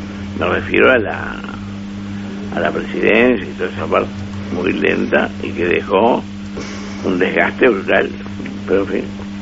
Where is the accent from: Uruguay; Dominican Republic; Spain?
Uruguay